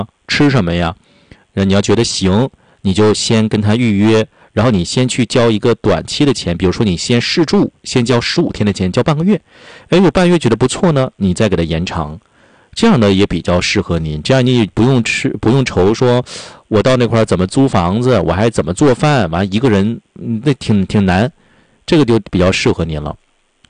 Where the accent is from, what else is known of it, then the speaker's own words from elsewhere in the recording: Northeast China, China; 咱们东北人开的啊